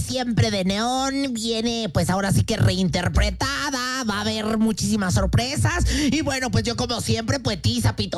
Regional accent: Argentina

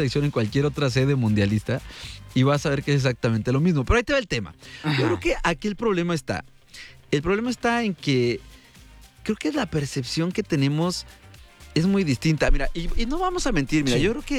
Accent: Mexico; nosotros como mexicanos

